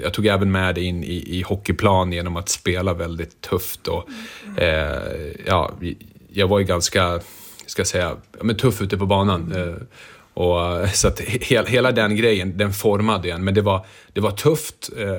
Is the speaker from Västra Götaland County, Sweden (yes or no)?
no; Dalarna County, Sweden; Jag tror geografiskt så växte jag upp perfekt mellan orterna Mora och Leksand.